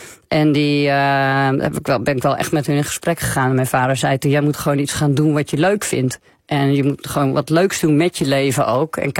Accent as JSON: {"language": "Dutch", "country": "Netherlands", "said": "Omdat ik als Nederlander vrij direct ben."}